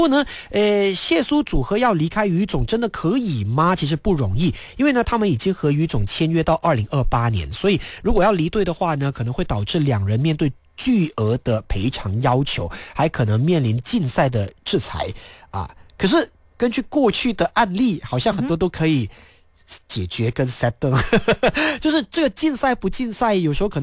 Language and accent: Chinese; Malaysia